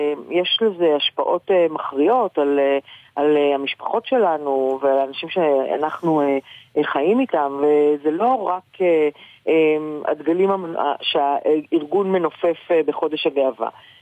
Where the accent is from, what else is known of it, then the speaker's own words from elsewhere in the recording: Haifa, Haifa District, Israel; אני נולדתי וגדלתי בחיפה.